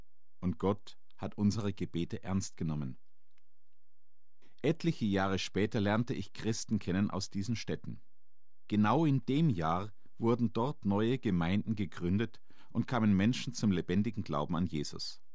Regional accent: Icking, Bavaria, Germany; Von meinem Heimatort Iking hat man einen weiten Blick über das Isartal bis zu den Alpen.

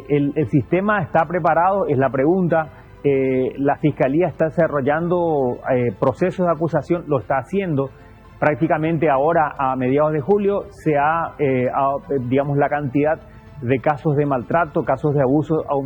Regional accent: Paraguay; Hoy nosotros queremos hablar de un tema que nos preocupa como sociedad paraguaya

